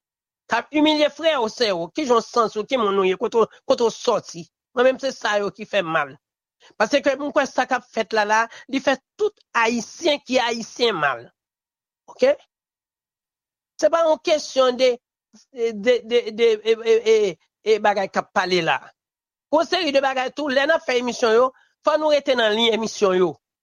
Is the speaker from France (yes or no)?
no; Haiti